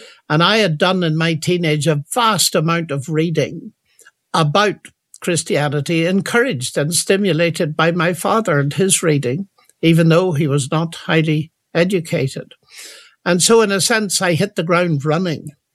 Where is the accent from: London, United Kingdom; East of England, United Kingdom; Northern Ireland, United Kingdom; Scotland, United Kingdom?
Northern Ireland, United Kingdom; moved away; The troubles hadn't started when I was young. They actually were later. I left Ireland before they'd started in earnest